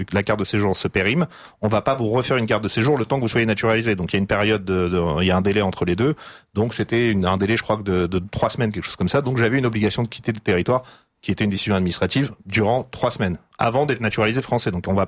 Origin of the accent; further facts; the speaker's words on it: France; Je suis français, monsieur. Je suis français.